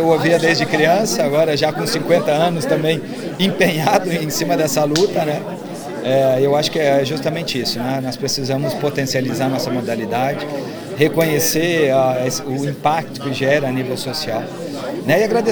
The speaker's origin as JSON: {"language": "Portuguese", "town": "Quedas do Iguaçu", "region": "Paraná", "country": "Brazil", "tie": "born or raised there", "said": "E eu nasci bem próximo, né, nasci em Quedas do Iguaçu"}